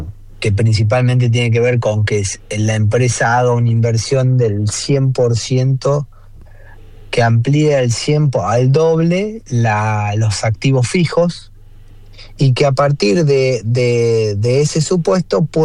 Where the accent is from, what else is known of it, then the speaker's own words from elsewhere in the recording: Rosario, Santa Fe, Argentina; somos santafesinos, somos rosarinos, somos más rosarinos que santafesinos y el orgullo lo tenemos